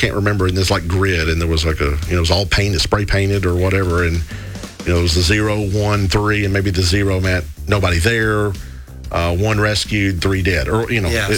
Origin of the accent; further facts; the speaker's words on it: United States; as an American